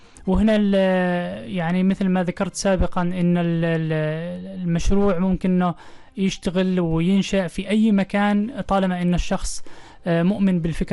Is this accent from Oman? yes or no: yes; Oman; اللي موجود عندنا في عمان